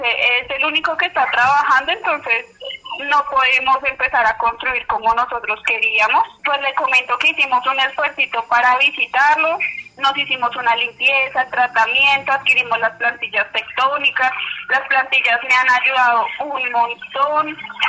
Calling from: Medellín, Antioquia, Colombia; Yo lo llamo desde aquí, desde Medellín, Antioquia, Barrio Belén

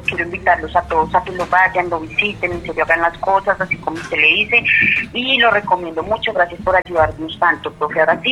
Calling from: Marinilla, Antioquia, Colombia; Desde Marinilla, Antioquia

